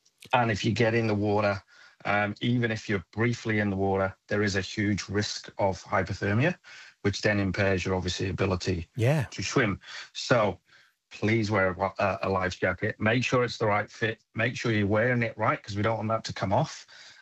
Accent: Wrexham, Wales, United Kingdom; also born or lived in Flint; from Flint originally, moved to Wrexham when I was about 10. So I was one of the original supporters when nobody knew who Wrexham

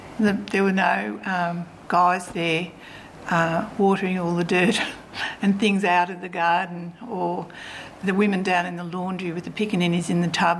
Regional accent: Wollongong, New South Wales, Australia; I came from Wollongong, New South Wales. I was managing operating theatres at Port Kembla Hospital.

